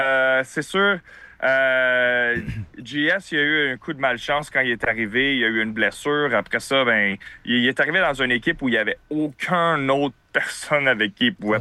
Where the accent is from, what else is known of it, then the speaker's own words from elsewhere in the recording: Quebec, Canada; mais je suis fier québécois, fier canadien.